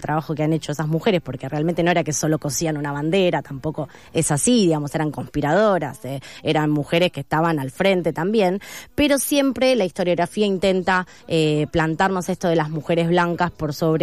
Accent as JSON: {"language": "Spanish", "country": "Argentina"}